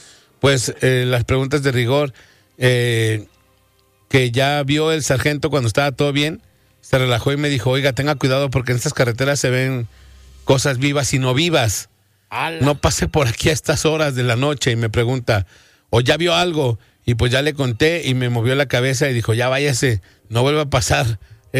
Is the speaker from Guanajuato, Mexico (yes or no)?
yes; Celaya, Guanajuato, Mexico; now in Guadalajara, Mexico; Yo trabajaba en una empresa barrotera, yo soy de Celaya, Guanajuato. Y por esta empresa llegué a Guadalajara a trabajar.